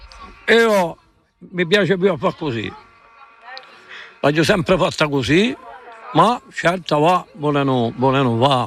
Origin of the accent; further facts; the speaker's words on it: Penta-di-Casinca, Corsica, France; La Panta di Casinca.